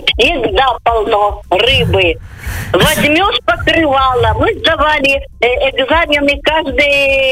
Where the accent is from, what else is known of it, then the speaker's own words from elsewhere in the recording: Odesa, Odesa Oblast, Ukraine; moved away as an adult; now in Krasnodar, Russia; Я родилась, выросла в Одессе до 20 лет. В Краснодаре живу уже 54 года.